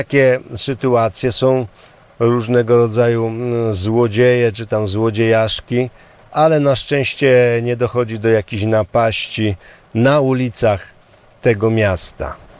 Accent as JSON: {"language": "Polish", "town": "Limanowa", "region": "Lesser Poland", "country": "Poland", "tie": "born there", "accent": "local Limanowa dialect (gwara)", "moved": "as an adult", "said": "u mnie w Limanowej, a ja bym powiedział w naszej gwarze w Limanowy"}